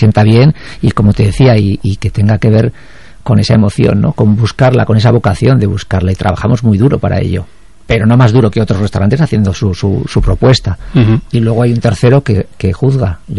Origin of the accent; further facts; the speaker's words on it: Basque Country, Spain; me paso con el coche por la casa donde yo nací. No nací en la casa, ¿entiendes? Pero donde viví toda mi infancia. Uh-huh. Hasta que me marché de casa, que estaba en un barrio obrero, en Zaramaga.